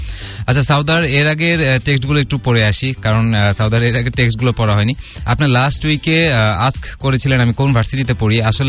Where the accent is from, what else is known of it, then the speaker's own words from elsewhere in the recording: Rangpur, Rangpur Division, Bangladesh; রংপুর থেকে, আমাদের এখানে অনেক রোদ।